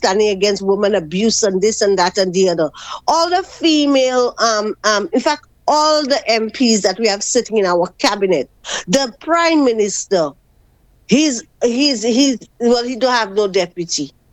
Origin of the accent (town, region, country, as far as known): St. Lucia